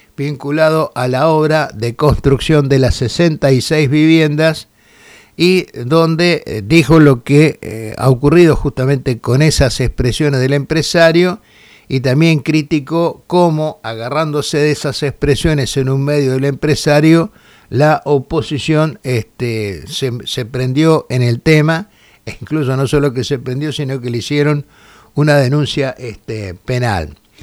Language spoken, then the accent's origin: Spanish; Argentina; a nosotros como argentinos